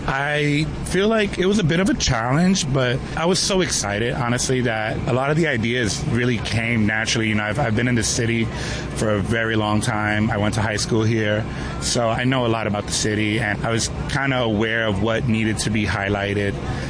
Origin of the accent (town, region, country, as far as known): Bronx, New York, United States; born or raised there